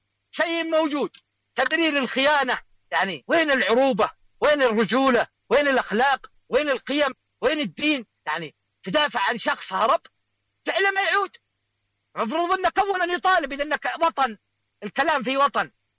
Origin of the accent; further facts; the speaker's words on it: Riyadh, Riyadh Province, Saudi Arabia; مسكنا عندنا في الرياض فوق 1400 قطعه،